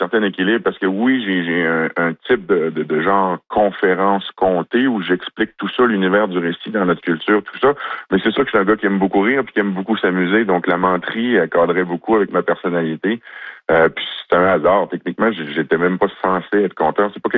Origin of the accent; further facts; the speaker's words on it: Lac-Saint-Jean, Quebec, Canada; les gens ici aux îles, ça ressemble un peu à chez nous, au Lac-Saint-Jean.